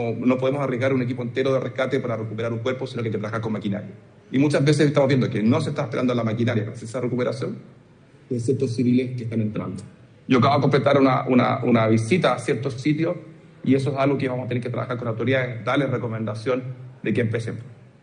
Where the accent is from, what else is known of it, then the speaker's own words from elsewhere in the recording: Chile; ya que soy chileno